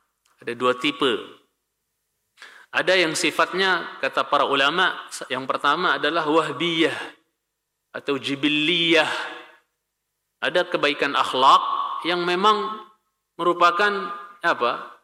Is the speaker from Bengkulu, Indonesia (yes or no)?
no; West Nusa Tenggara, Indonesia; Ya, kalau saya orang Lombok Al-Lumbuki misalnya begitu.